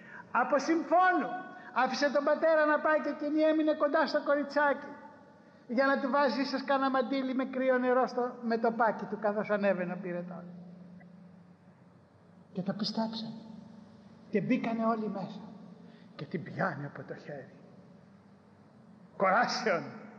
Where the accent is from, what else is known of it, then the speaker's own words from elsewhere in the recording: Piraeus, Attica, Greece; Θυμάμαι όταν ήμουν μικρός, στον Πειραιά έχω γεννηθεί.